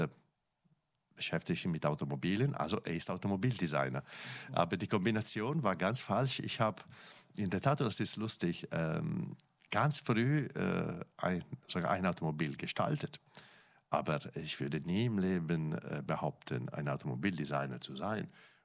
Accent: Italy; German is a second language; moved away as an adult; also born or lived in Milan; now in Germany; Als ich als Italiener irgendwann nach Deutschland kam

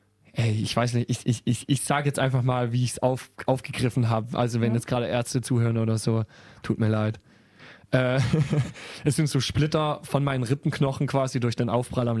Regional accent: Wimmental, Baden-Württemberg, Germany; Und ich habe so ein kleines Tonstudio auch in dem Dorf, wo ich aufgewachsen bin.

